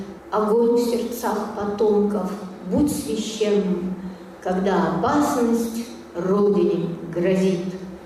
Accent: Far East, Russia; Но эту песню любят и у нас на Дальнем Востоке, я родом с Дальнего Востока, потому что у нас тоже есть остров Рыбачий

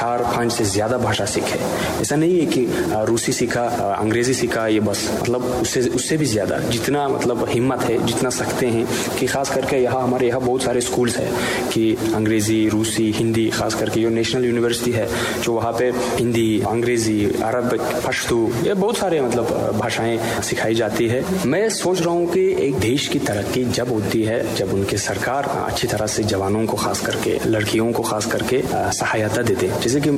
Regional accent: Tajikistan; Hindi is a second language; जैसे कि आप देख रहे हैं कि मैं जब वहाँ गया था तो लोग मुझे नहीं समझे कि मैं ताजिकिस्तान से हूँ, वो बोले थे कि हाँ मैं एक भारतीय हूँ, एक उनके भाई हूँ।

